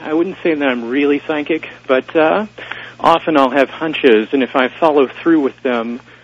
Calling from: Seattle, Washington, United States; out in Seattle.

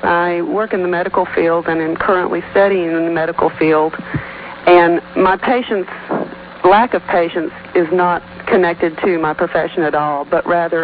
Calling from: Nashville, Tennessee, United States; I'm listening on WTNN in Nashville, Tennessee.

